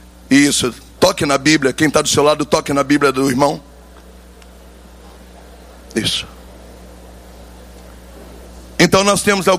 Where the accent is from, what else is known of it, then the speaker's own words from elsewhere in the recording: Minas Gerais, Brazil; eu sou de Minas